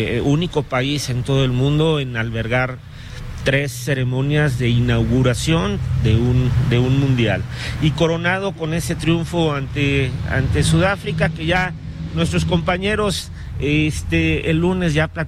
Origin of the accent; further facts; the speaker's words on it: Mexico; pues la verdad es que para nosotros como mexicanos aficionados, pues fue algo único, ¿no?